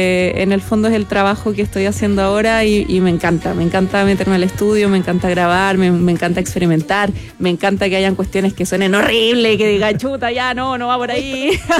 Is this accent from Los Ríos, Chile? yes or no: no; San Bernardo, Santiago Metropolitan Region, Chile; soy de San Bernardo.